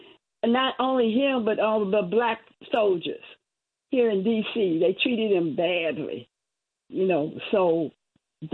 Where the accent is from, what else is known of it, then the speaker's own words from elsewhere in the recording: Washington, District of Columbia, United States; born there; Now, I was born in Foggy Bottom. Now, I think they consider it as Georgetown now, but when I was born over there, it was the bottom and where black people live, okay?